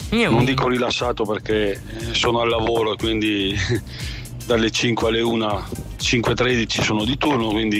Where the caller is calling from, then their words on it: Riva del Garda, Trentino-Alto Adige, Italy; Riva del Garda.